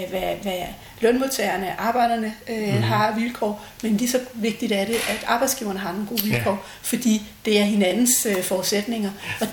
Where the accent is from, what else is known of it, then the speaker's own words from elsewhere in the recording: Nakskov, Zealand, Denmark; now in Rødovre, Denmark; Jeg er født i Nakskov, på Nakskov sygehus.